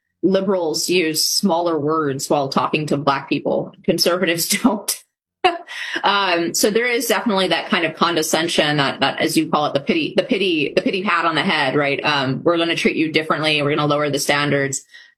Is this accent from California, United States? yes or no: yes; California, United States; I grew up in California, so I'm a product of the UC system myself.